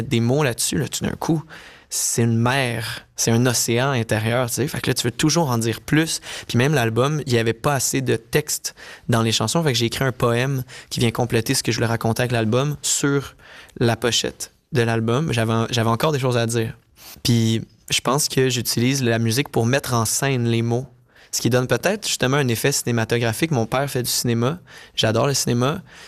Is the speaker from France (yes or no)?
no; Saint-Hyacinthe, Quebec, Canada; je viens de Saint-Hyacinthe au Québec, au Canada.